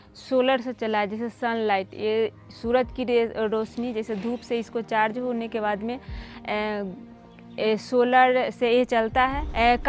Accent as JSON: {"language": "Hindi", "town": "Majhauliya", "region": "Bihar", "country": "India", "tie": "born or raised there", "said": "और मैं मझौलिया गांव झपा पंचायत बोझम ब्लॉक और मुजफ्फरपुर जिले के रहने वाली हूँ"}